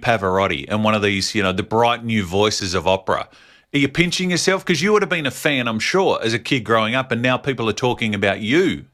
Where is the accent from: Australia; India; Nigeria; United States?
Australia; South Australia; I'm a kid from the country too. So I'm South Australian, small country town.